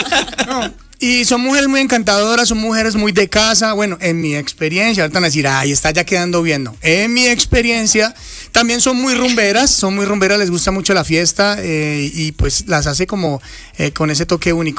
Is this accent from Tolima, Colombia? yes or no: no; Yumbo, Valle del Cauca, Colombia; also born or lived in Cali; Criado en Yumbo, Valle del Cauca, a 15 minutos de Cali, capital industrial del Valle del Cauca